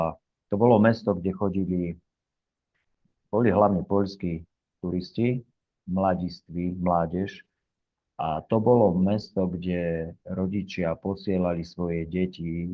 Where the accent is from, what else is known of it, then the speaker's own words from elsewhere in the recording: Martin, Žilina Region, Slovakia; moved away as an adult; also born or lived in Cyprus; no pochádzam z Martina, tam som sa narodil, tam som pôsobil, tancoval, až kým som išiel na vojnu, a po vojne som začal cestovať po rôznych krajinách a potom som začal tancovať v rôznych krajinách.